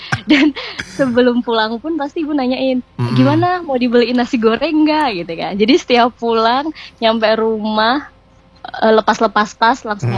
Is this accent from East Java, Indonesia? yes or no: no; Tegal, Central Java, Indonesia; accent: Ngapak; first language Javanese; Indonesian is a second language; now in Semarang, Indonesia; kita lahir dan besar di Tegal dengan bahasa ngapaknya, tiba-tiba merantau ke Semarang